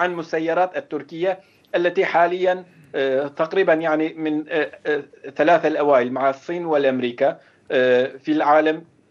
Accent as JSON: {"language": "Arabic", "country": "Turkey", "said": "فبالتالي نحن كشعب تركي"}